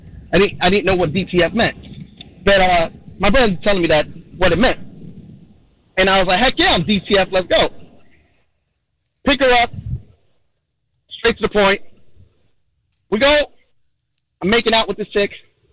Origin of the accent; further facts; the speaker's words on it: New York, United States; I'm from New York. I never heard that.